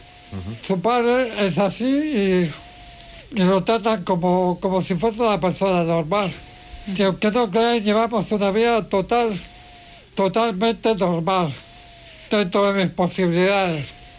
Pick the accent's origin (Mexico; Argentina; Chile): Chile; Soy español, pero tengo nací en Chile.